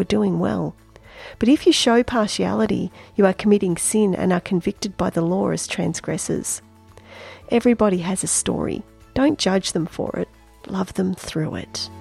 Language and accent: English; Australia; I told him that I was here from Australia filming a DVD series